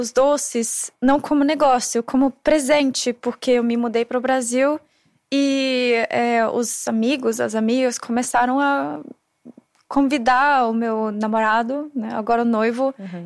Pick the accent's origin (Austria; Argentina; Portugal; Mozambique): Austria; Portuguese is a second language; now in Brazil